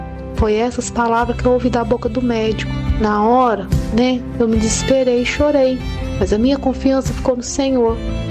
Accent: São Gonçalo do Pará, Minas Gerais, Brazil; sou da cidade de São Gonçalo do Pará, moro na comunidade da Prata de Cima, Minas Gerais.

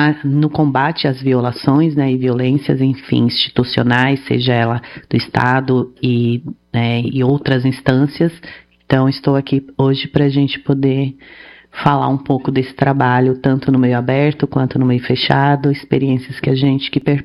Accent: Northeast Region, Brazil; Eu sou uma mulher preta, nordestina.

